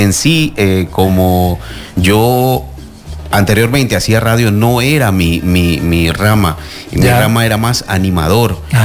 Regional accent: Guayaquil, Guayas, Ecuador; also born or lived in Spain; now in Germany; Yo soy de Ecuador, de Guayaquil.

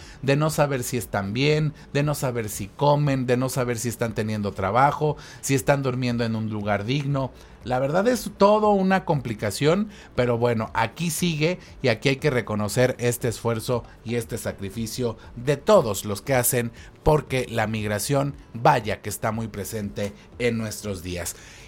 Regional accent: Mexico; De por sí dicen que así somos los mexicanos, ¿no?

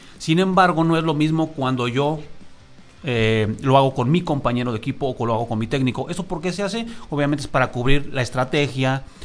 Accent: Tecate, Baja California, Mexico; also born or lived in Mexico City; en la ciudad que yo crezco, donde yo me desarrollo, porque soy nacido en la Ciudad de México, pero crezco en la ciudad de Tecate, California

